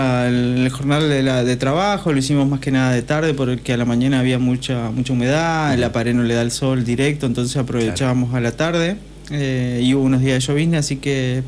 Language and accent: Spanish; Argentina; Obviamente creo que es un símbolo en el deporte, como argentino, ¿no?